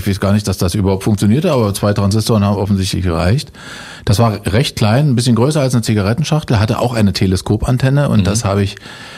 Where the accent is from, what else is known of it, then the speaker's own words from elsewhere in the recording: Berlin, Germany; ich komme aus Mahlsdorf, genau gesagt.